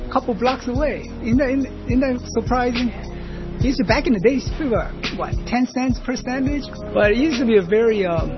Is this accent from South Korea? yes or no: yes; South Korea; moved away; We're from Korea, I'm kind of like in the culture where, family's first concept. You listen to your parents, you respect your parents. I think it's because the way we came here, how life was really hard to survive as an immigrant